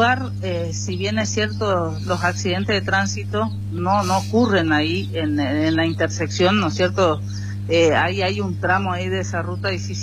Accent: San Pedro, Misiones, Argentina; entonces no te vayas a mi pueblo, a San Pedro

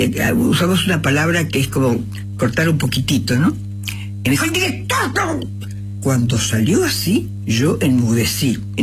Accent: Charata, Chaco, Argentina; Entonces fui, yo no aprendo, viste, soy chaqueña, soy de así

